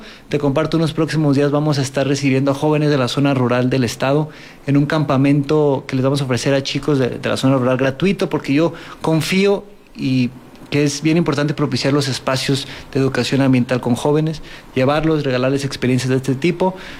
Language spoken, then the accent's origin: Spanish; Durango, Mexico; la misma responsabilidad me obliga a estar viajando constantemente y estar trabajando desde la Ciudad de México. Sin embargo, yo nunca he perdido la esencia de mi tierra, que es Durango